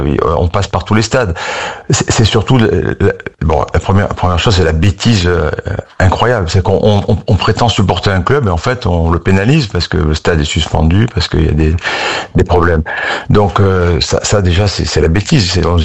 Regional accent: Nice, Provence-Alpes-Côte d'Azur, France; On est niçois, mais on souffre. On n'est pas à Paris.

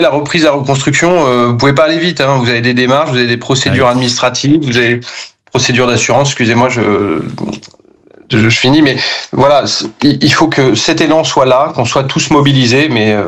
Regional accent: Le Temple, Nouvelle-Aquitaine, France; Moi, je suis du Temple, on bénéficie aussi des commerces du Porche.

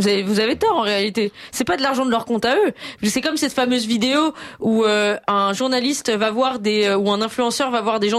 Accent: France; en tant que Français

